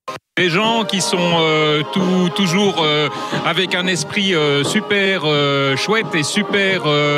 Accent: Brussels, Belgium; Je viens de Bruxelles.

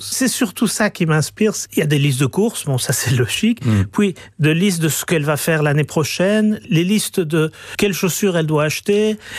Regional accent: Iran; now in Belgium

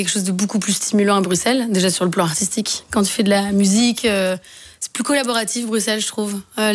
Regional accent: Paris, Île-de-France, France; Moi, j'ai grandi, ouais, à Paris.

